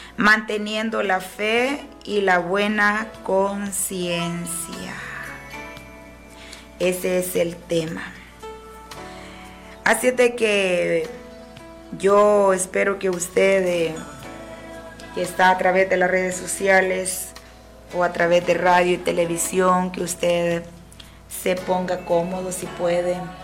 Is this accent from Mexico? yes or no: no; El Salvador; nuestro municipio, de nuestro país, El Salvador.